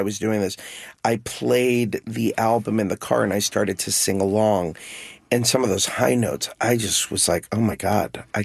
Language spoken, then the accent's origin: English; Hollywood, Florida, United States; I grew up in South Florida, and Hollywood, Florida did not have many Mormons